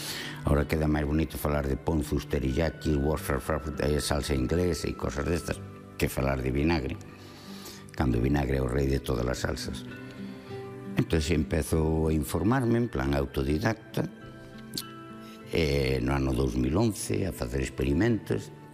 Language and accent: Galician; Galicia, Spain; o feito de chamar vinagres do Ribeiro é porque eu son do Ribeiro. E a minha palabra Ribeiro ten moito valor e moito significado. Eu nací nun pobo.